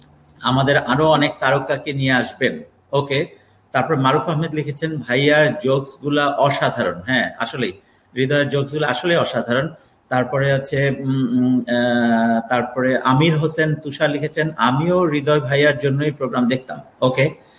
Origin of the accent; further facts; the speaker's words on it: Narsingdi, Dhaka Division, Bangladesh; নরসিংদী আমার দেশের বাড়ি, গ্রামের বাড়ি।